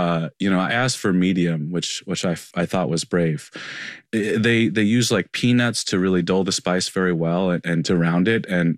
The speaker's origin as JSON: {"language": "English", "country": "Taiwan", "said": "I'm from Taiwan and we're Buddhist as well, but we're not like always at the temple."}